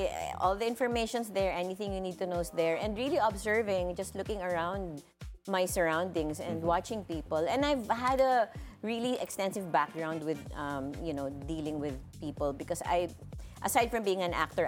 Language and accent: English; Philippines; accent: Pinoy (Filipino-mixed); may pagka ano halong Pinoy my accent now, di ba? There it's also may halong Pinoy, but it's more influenced of someone living there for like 5 years. A short period of time.